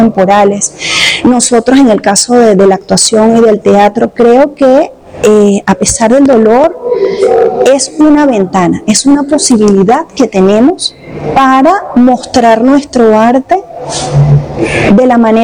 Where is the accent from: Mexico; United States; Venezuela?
Venezuela; yo soy orgullosamente venezolana, orgullosamente venezolana.